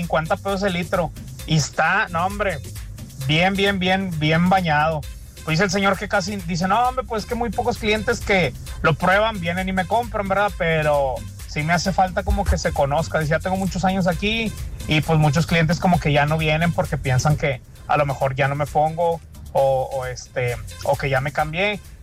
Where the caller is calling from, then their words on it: Guadalupe, Mexico; Yo vivo en Guadalupe